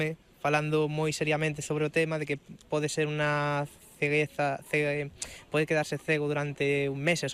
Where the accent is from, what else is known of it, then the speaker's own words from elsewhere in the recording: Vigo, Galicia, Spain; Somos de Vigo